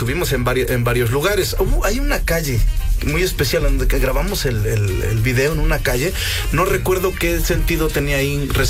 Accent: San Sebastián Villanueva, Puebla, Mexico; Entonces un día llegan los casinos a tocar de donde yo soy, San Sebastián Villanueva, la tierra de la tuna y el nopal.

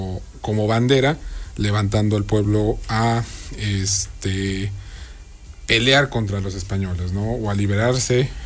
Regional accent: Mexico; pues las redes sociales nos unimos como mexicanos y defendemos esa patria.

